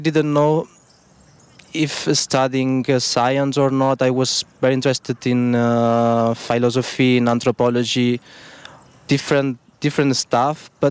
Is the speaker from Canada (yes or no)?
no; Sant Vicenç de Castellet, Catalonia, Spain; also born or lived in Marganell; in the middle of Catalonia, so in the northeastern part of Spain. I was a really curious kid from San Vicente de Castellet. Well, I was born in Marganells. It's a very close town from Bages, so the center of Catalonia.